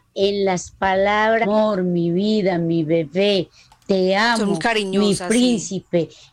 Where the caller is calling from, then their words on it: Spain; Yo vivo en España